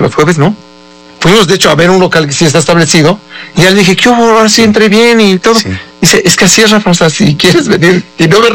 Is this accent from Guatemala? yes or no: no; Puebla, Mexico; siendo poblano